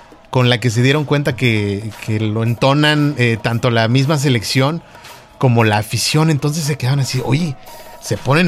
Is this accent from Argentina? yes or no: no; Mexico; yo soy mexicano.